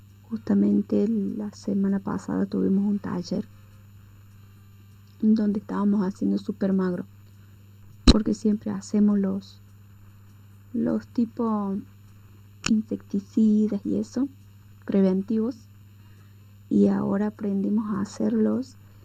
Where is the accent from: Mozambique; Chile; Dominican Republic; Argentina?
Argentina; Pilar, Córdoba; Nosotros somos de Pilar, departamento Río Segundo.